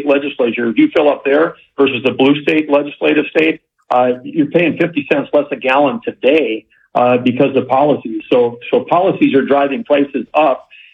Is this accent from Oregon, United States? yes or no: no; North Dakota, United States; what gets produced out of my home state of North Dakota.